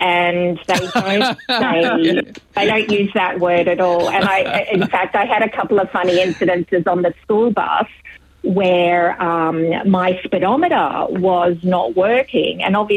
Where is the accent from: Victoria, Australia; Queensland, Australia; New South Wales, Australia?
New South Wales, Australia; Sydney; And I'm from Sydney and it was set in Sydney.